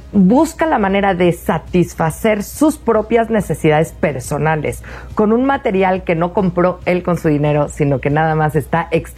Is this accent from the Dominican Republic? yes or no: no; Mexico; si lo queremos ver como mexicanos